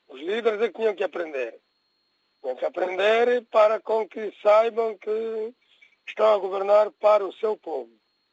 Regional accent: Portugal; É a mesma coisa como aqui em Portugal. Eu como português, o português branco é meu irmão

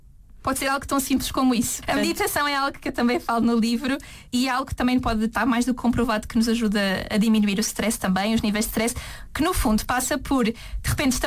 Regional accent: Lisbon, Portugal; moved away as an adult; now in Faro, Portugal; vim viver para Faro, sou de Lisboa

